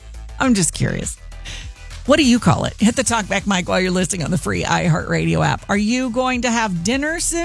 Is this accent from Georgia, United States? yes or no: yes; Georgia, United States; But I grew up in Georgia